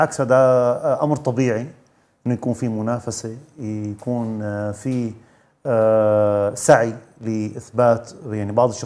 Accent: Syria; بالنسبة لنا كسوريين

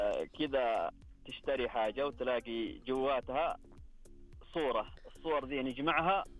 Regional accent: Muhayil, Asir, Saudi Arabia; اكلمك من محايا العسير.

